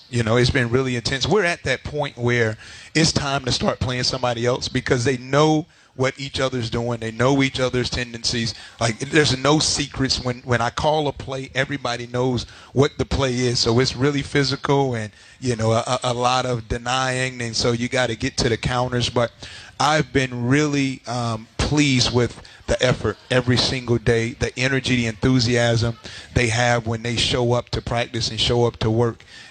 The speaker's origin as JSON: {"language": "English", "town": "High Point", "region": "North Carolina", "country": "United States", "tie": "born or raised there", "also_born_or_lived": "Greensboro, North Carolina", "said": "I'm from High Point."}